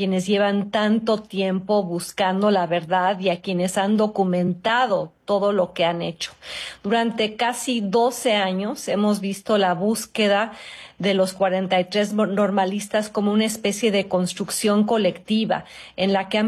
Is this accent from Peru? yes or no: no; Mexico; moved away; aunque esté fuera de México, siempre tengo la mirada y el corazón puesto en mi país.